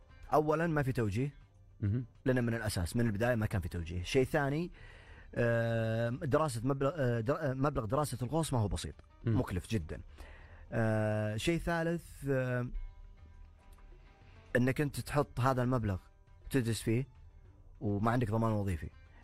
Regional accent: Saudi Arabia; هذه وطننا، هذه ديرتنا

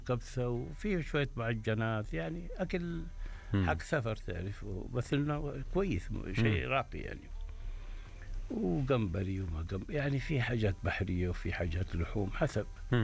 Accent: Hejaz, Saudi Arabia; احنا عندنا في الحجاز

